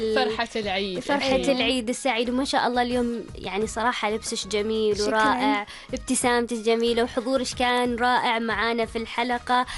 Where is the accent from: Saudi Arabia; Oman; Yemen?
Oman